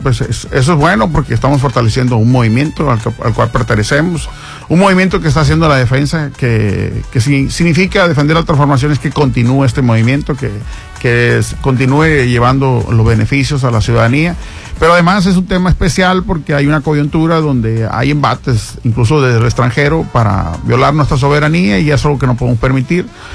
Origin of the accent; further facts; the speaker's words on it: Culiacán, Sinaloa, Mexico; Originario aquí de Culiacán.